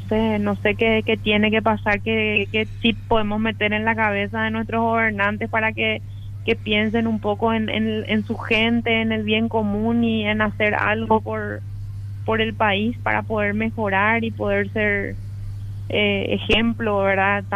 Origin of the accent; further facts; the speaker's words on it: Paraguay; yo no soy de Asunción, pero bueno, es nuestra capital y es donde más estamos. Trabajo en Asunción